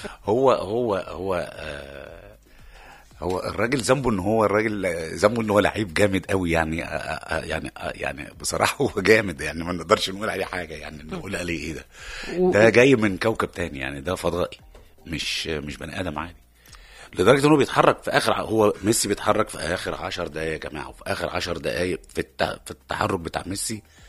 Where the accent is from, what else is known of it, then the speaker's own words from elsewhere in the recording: Egypt; عندنا في مصر